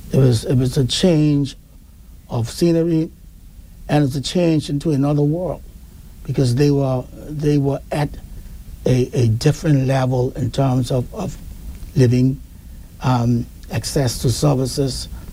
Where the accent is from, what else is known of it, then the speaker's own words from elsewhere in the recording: Cockburn Town, Turks & Caicos Islands; also born or lived in Bahamas; Growing up in Grand Turk in the late 60s, early 70s, 80s was wonderful.